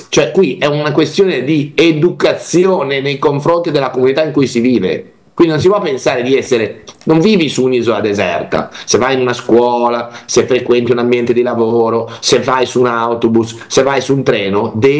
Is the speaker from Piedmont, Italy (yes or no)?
no; Liguria, Italy; Io mi vergogno di questi dati da Ligure. Noi siamo la peggior regione del centro-nord